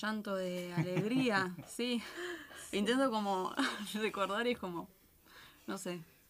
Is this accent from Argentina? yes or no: yes; Buenos Aires, Argentina; Y yo soy de Buenos Aires. Llegué hace medianamente poco a este territorio.